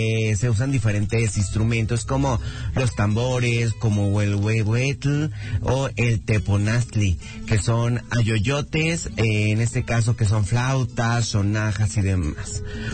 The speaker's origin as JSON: {"language": "Spanish", "country": "Mexico", "said": "nos caracteriza como mexicanos"}